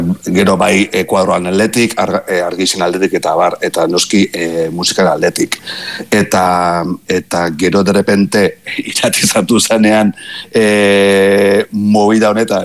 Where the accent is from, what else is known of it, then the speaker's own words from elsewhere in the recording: Basque Country, Spain; Euskalduna gara, Euskal Herria maite dugu, eta gure maitasuna hori dator gure begiradatik.